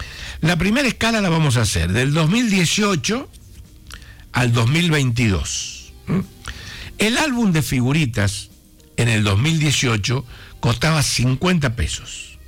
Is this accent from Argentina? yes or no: yes; Argentina; Le hablo de Argentina